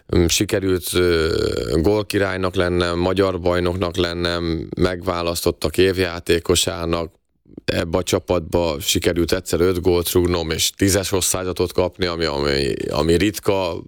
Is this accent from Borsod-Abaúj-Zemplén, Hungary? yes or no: no; Kaposvár, Somogy, Hungary; born there; Kaposváron születtem, és még 12 évesen az volt az álmom, hogy egyszer a Rákóczi-ba játszhassak